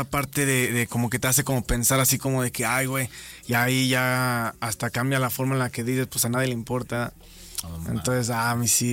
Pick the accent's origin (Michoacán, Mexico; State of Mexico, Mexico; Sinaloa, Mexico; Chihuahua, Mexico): Michoacán, Mexico; Jacona; somos de Jacona, Jacona, Michoacán, está ahí pegado a Zamora, estamos ahí cerca de Jalisco, ahí de La Barca. Nosotros, pues el barrio es el Panteón, PCL.